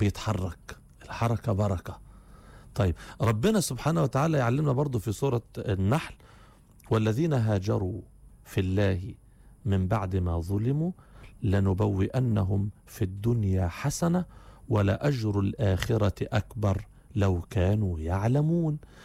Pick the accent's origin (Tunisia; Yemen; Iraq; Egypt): Egypt; خرجنا من القرية للمركز عندنا، وخرجنا من المركز للمحافظة، وخرجنا من المحافظة لأرجاء مصر